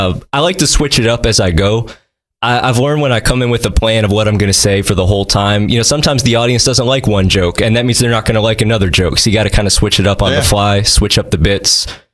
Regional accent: Detroit, Michigan, United States; I am from Detroit, though, so I just got to remind myself not to swear, and I can make any of my stuff clean.

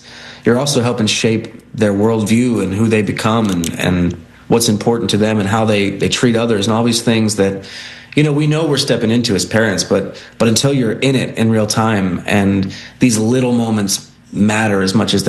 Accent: New Jersey, United States; Well, as I mentioned, we grew up in Jersey

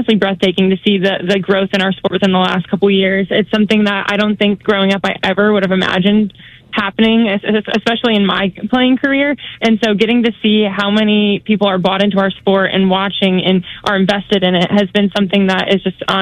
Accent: Cleveland, Ohio, United States; I grew up in Cleveland, Ohio, where we had the Akron Racers an hour from my house.

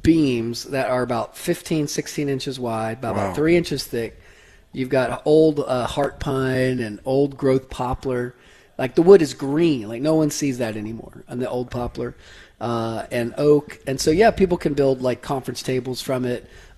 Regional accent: Brentwood, Tennessee, United States; I'm a Nashville native. I live here. I grew up in Brentwood.

